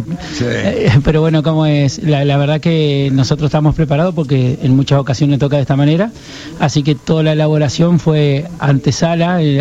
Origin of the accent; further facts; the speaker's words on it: Viale, Entre Ríos, Argentina; moved away as an adult; now in Paraná, Argentina; Y yo estoy en Paraná todo el año porque mi señora me llevó para allá, soy nacido en Viale.